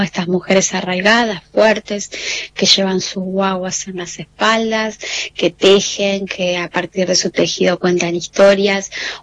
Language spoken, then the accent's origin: Spanish; La Plata, Buenos Aires Province, Argentina; born there; moved away as an adult; also born or lived in Huancayo, Peru; now in Río Negro, Argentina; yo, como ustedes saben, nací en Perú. Viví casi hasta los 5 o 6 años en Huancayo, que es la parte central del Perú, los Andes centrales. Nací a 4.000 metros de altura del mar. Y bueno, después por una cuestión de vida, familia, situaciones de mis viejos, nos instalamos en La Plata.